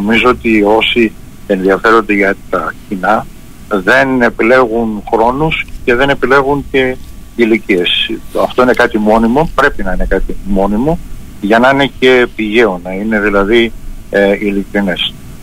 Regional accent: Western Greece, Greece

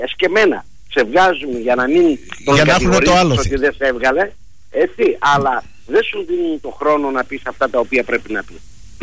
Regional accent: Kalavryta, West Greece, Greece; είμαι από τα Καλάβρητα

